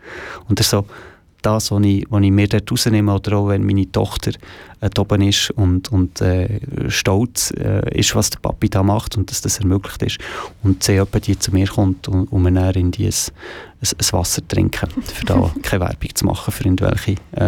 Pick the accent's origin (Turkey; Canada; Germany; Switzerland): Switzerland; Schlieren, Zurich; weil ich bin in Schlieren aufgewachsen und denke immer hinten rauf.